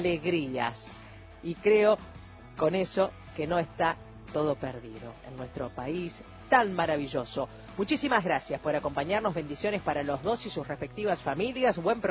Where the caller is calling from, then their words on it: San Rafael, Mendoza, Argentina; de San Rafael, dando mi presente, feliz de volver a escucharlos.